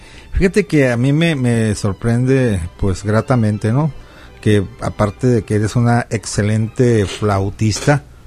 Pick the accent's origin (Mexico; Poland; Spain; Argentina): Mexico; northern Mexico; mis orígenes son del norte